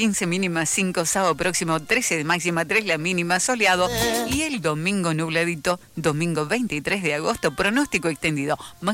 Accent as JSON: {"language": "Spanish", "country": "Argentina", "said": "toda esta cuestión culinaria que nos distingue como argentinos"}